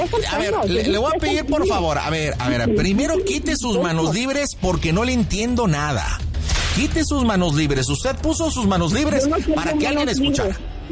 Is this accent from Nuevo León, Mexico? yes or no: yes; Nuevo León, Mexico; me está criticando porque soy una persona nacida en Nuevo León. Soy regia, soy fuerte, soy contundente.